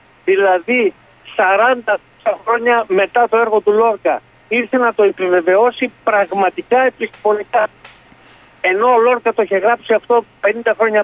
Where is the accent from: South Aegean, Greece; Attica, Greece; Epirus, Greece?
Epirus, Greece; Paramythia; Είμαι από την Παραμυθιά Θεσπρωτεία.